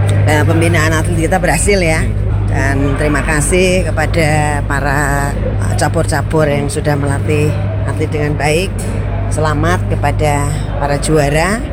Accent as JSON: {"language": "Indonesian", "town": "Semarang", "region": "Central Java", "country": "Indonesia", "said": "bangga dong kita sebagai warga Kota Semarang"}